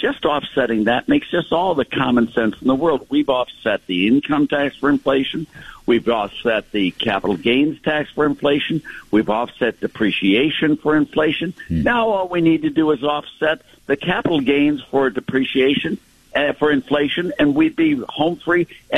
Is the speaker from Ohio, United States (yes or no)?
yes; Ohio, United States; He's from my home state of Ohio.